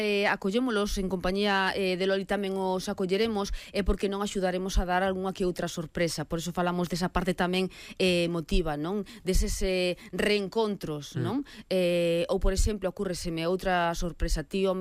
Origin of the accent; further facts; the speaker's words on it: Galicia, Spain; E nos como galegos temos que ter ese sentimento porque, o que máis ou que menos, ten un familiar emigrado.